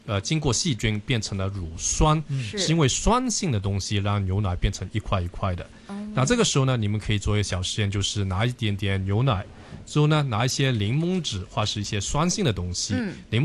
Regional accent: China; 那很多人不知道，就是我们中国人呢，其实是当中是90%的中国人呢，是成年之后是不能正常消化乳糖的。

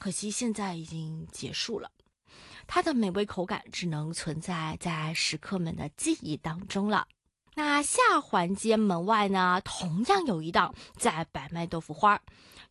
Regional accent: Macau

